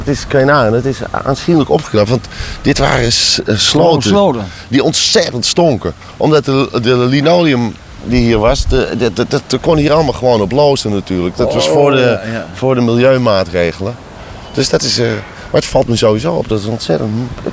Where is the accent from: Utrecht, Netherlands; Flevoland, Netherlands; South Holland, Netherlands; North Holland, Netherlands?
North Holland, Netherlands; Amsterdam; dat gold voor mij, nou wel op een andere manier natuurlijk, maar ook een beetje als Amsterdammer.